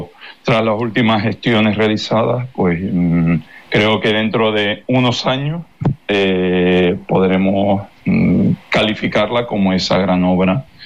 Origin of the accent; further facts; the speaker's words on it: Canary Islands, Spain; nuestra particularidad como canarios